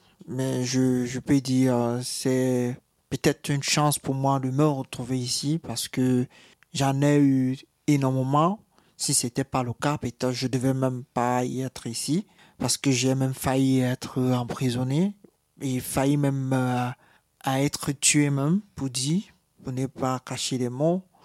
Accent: Cameroon; je viens du Cameroun, j'ai 34 ans, d'origine Sawa et Bamileke, de père Sawa et de mère Bamileke.

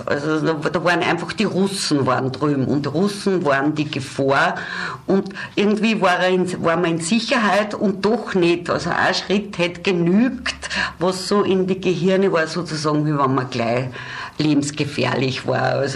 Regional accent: Aschach an der Donau, Upper Austria, Austria; ich bin in Aschach an der Donau groß geworden

